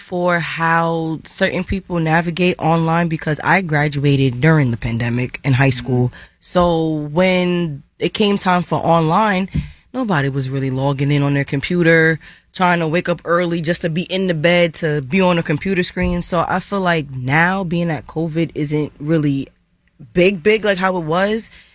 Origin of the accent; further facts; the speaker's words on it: Dominican Republic; now in United States; Well, I come from Dominican Republic, so I'm the first one in my family to have 2 degrees.